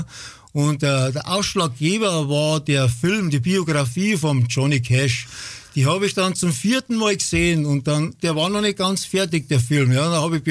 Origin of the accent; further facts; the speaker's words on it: Bavaria, Germany; Ich liebe meine Heimat und ich wollte auch einen Namen aus meiner Heimat haben und darum … es kommt von der Holledau, wir sagen Holledau